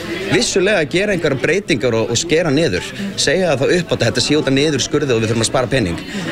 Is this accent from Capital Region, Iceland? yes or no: yes; Reykjavík, Capital Region, Iceland; Eins og ég persónulega ólst upp í Breiðholtinni í gegnum Miðberg, fór svo að vinna þar og starfa nú fyrir vettvanginn.